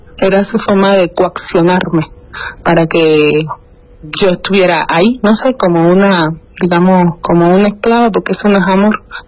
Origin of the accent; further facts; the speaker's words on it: Cuba; Yo soy de origen cubano.